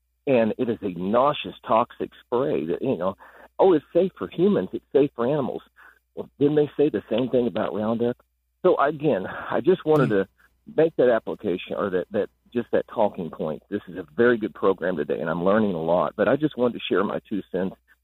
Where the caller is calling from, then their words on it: Westport, Illinois, United States; I am in Westport, Illinois, also the Vincennes, Indiana. The communities basically adjoin each other between the Wabash River.